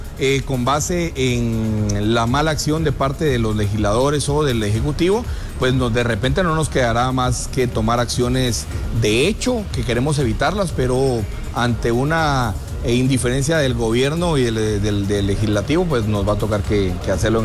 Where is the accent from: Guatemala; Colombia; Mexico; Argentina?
Guatemala; quienes estamos pagando los platos rotos somos los guatemaltecos